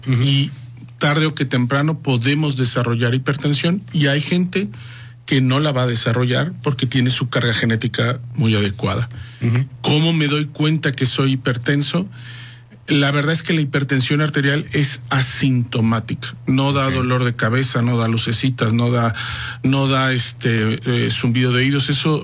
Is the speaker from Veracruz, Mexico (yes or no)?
yes; Veracruz, Mexico; Yo soy de Veracruz